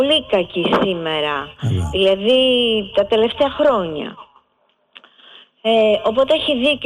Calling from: Greece; Είμαστε Έλληνες.

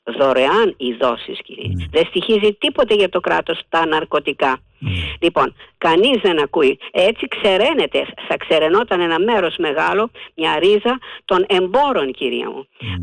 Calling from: Ilioupoli, Attica, Greece; από Ηλιούπολη.

